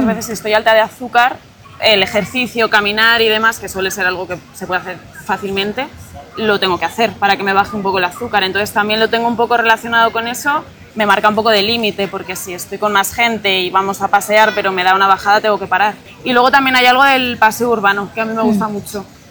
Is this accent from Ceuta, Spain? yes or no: no; Segovia, Castile and León, Spain; Sí, yo soy de Segovia.